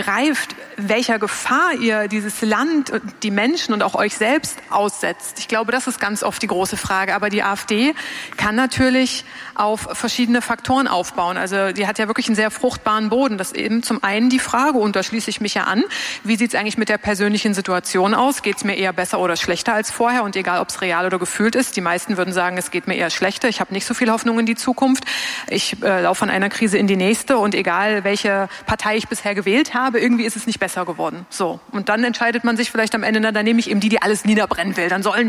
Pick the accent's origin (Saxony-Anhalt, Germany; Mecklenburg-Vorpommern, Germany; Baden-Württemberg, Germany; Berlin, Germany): Saxony-Anhalt, Germany; wenn es um Sachsen-Anhalt geht, weil das meine Heimat ist. Ich bin da geboren, ich bin da aufgewachsen